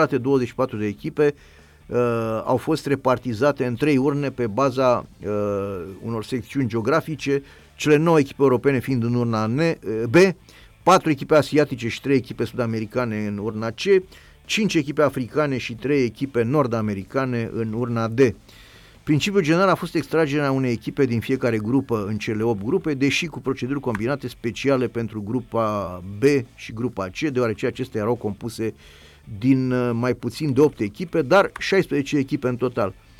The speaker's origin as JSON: {"language": "Romanian", "country": "Romania"}